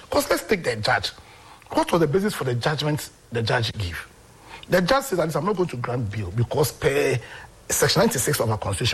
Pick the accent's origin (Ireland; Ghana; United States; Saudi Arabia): Ghana; I'm a Ghanaian.